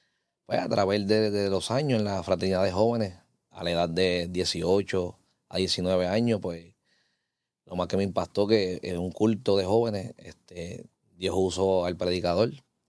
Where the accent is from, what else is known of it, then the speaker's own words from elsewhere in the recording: Fajardo, Puerto Rico; born there; Yo nací en el pueblo de Fajardo. Fui un niño que me crié en el Evangelio, en la Iglesia de Dios Incorporada.